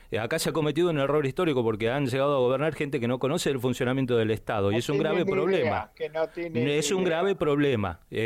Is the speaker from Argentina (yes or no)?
yes; Argentina; Mirá, yo soy un argentino más de los que se levanta honradamente a laburar.